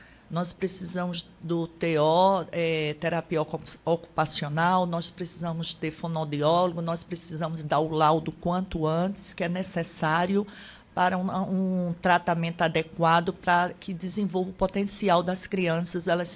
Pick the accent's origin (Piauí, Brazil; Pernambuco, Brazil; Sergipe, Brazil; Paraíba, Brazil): Paraíba, Brazil; João Pessoa; born there; also born or lived in São Paulo; E eu só fui nascer em São Paulo, eu sou paraibana de coração.